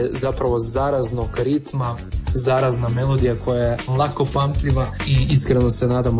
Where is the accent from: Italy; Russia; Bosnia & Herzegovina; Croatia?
Croatia; Prelog, Međimurje County; smo spot snimali u mom rodnom gradu Prelogu u hotelu Panorama